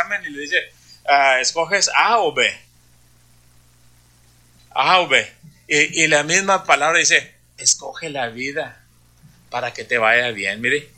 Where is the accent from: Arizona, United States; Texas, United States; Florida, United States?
Texas, United States; Brownsville; yo vengo de Brownsville, Texas. Brownsville, Texas es una ciudad que está está un río y al cruzar el río es Matamoros, ya es México eso.